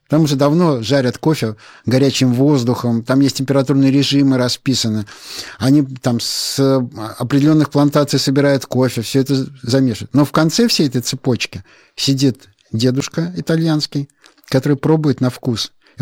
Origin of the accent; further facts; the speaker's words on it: Saint Petersburg, Russia; now in Moscow, Russia; я как питерский человек